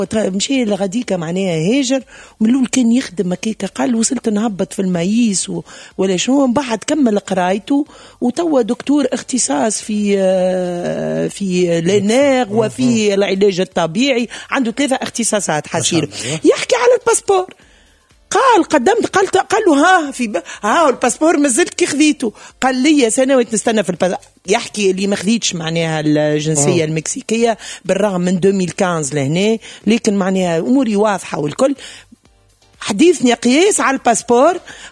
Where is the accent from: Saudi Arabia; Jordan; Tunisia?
Tunisia; وطني وننتمي لتونس